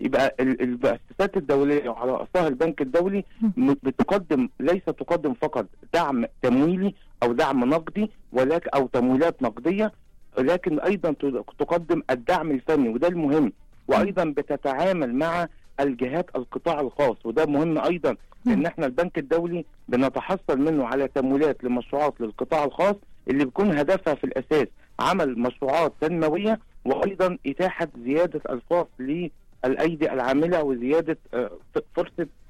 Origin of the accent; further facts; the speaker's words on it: Egypt; احنا كدولة مصرية